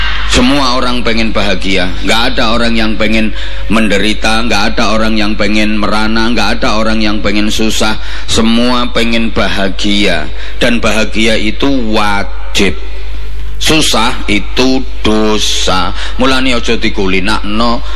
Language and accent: Indonesian; Bojonegoro, East Java, Indonesia; Kalau orang daerah saya, Bojonegoro